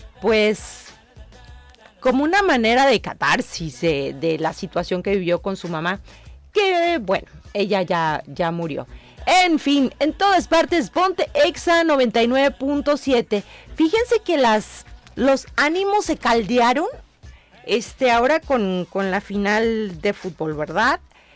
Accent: Mexico

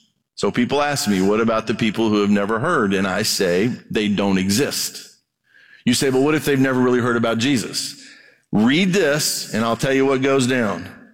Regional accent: Brazil; I grew up in Brazil, mission field.

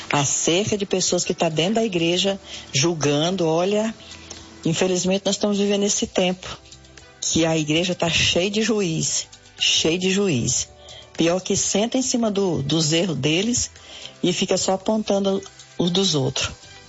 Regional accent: Arujá, São Paulo, Brazil; sou aqui de Arujá.

